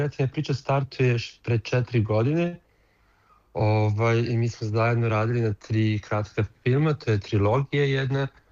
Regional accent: Serbia; now in Berlin, Germany; pošto ja sam iz Srbije, hoda iz Irana, ali mi se znamo iz Berlina, pošto ja živim u Berlinu iz 10 godina

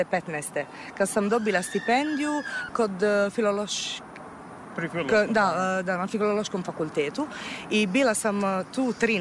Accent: Bari, Apulia, Italy; Serbian is a second language; now in Serbia; dolazim iz Barija, i to je to.

